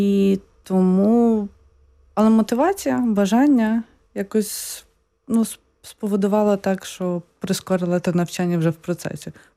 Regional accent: Lviv Oblast, Ukraine; moved away as an adult; я сама з Львівської області, та Західної України, і ми трохи наслухані польської

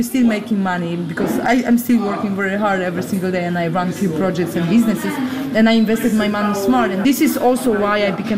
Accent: Olsztyn, Warmian-Masurian Voivodeship, Poland

